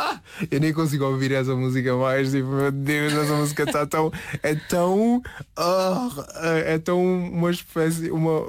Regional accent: Seixal, Lisbon, Portugal; eu sou do Seixal da Rintela

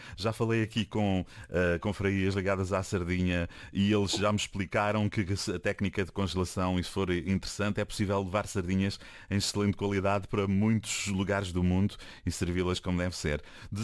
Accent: Lagos, Algarve, Portugal; E acho muito bem essa ligação com Lagos, porque é a minha terra natal.

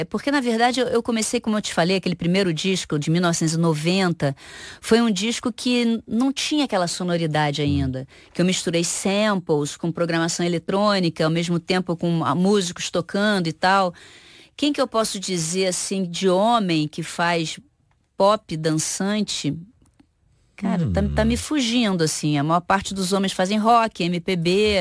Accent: Brazil; now in Portugal; Eu, por exemplo, eu nasci no Brasil, mas eu tenho passaporte português. Eu tenho dupla cidadania. Então eu me considero brasileira e portuguesa.

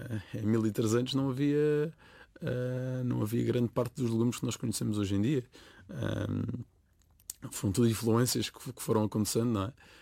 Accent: Madeira, Portugal; E que não é uma desculpa porque sou madeirense, mas que de facto nós trabalhamos imenso

